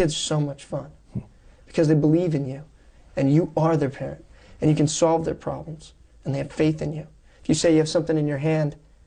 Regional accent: Columbus, Ohio, United States; Yes, I was born and raised in Columbus, Ohio.

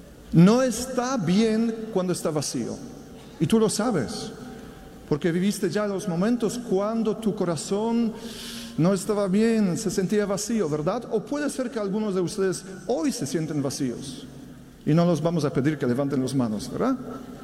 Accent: Poland; born there; first language Polish; Spanish is a second language; moved away; also born or lived in Italy; mi lengua nativa es polaco, nací en Polonia. Después viví muchos años en Italia y aquí vivo ya muchos años también. Pero español todavía estoy aprendiendo.

